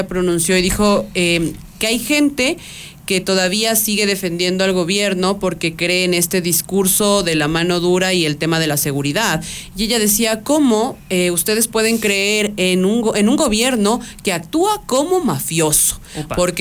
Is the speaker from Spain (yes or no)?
no; Ecuador